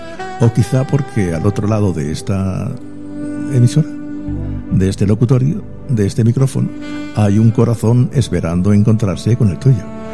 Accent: Cartagena, Region of Murcia, Spain; Reintegra Cartagena. Buenas noches, cartageneros. Mi tierra.

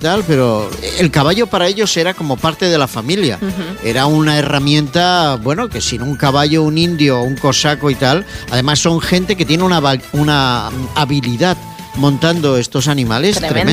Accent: Catalonia, Spain; Yo es que soy catalán

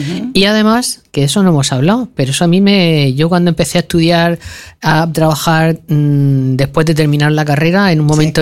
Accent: Murcia, Region of Murcia, Spain; Yo además no soy de Cieza, pero soy de Espinardo

